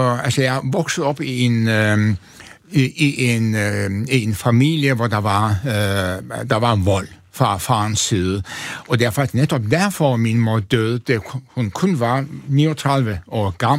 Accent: Antalya, Turkey; Altså, jeg kommer fra en overmiddelklassefamilie. Altså, min far var apoteker, tjente mange penge i den lille by Antalya, som er kæmpestor, turistby.

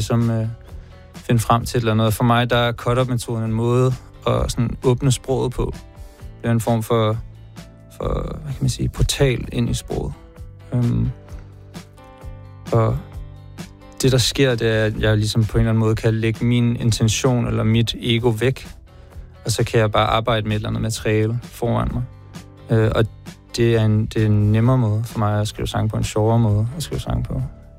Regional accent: Copenhagen, Capital Region of Denmark, Denmark; Jeg kommer fra København.

